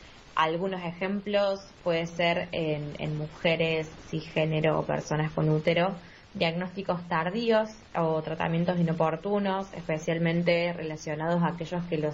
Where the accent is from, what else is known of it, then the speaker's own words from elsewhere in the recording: Córdoba, Argentina; También soy cordobesa, soy feminista.